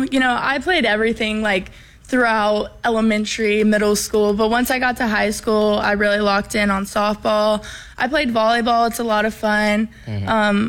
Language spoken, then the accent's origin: English; Greer, South Carolina, United States; You know, I'm from Greer, South Carolina, like you said. My whole family, Gamecock fans. I was kind of in Tiger Town a little bit growing up, so I always got crap for that at school.